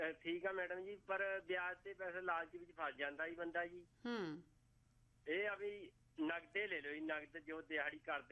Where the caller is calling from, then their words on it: Patiala district, Punjab, India; ਮੇਰਾ ਪਿੰਡ ਪਿੱਪਲਗੜੀ ਹੈ, ਜ਼ਿਲ੍ਹਾ ਪਟਿਆਲਾ ਜੀ।